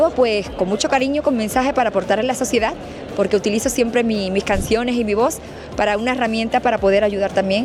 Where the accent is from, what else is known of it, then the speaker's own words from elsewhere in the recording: Spain; pero yo siempre voy defendiendo que soy española.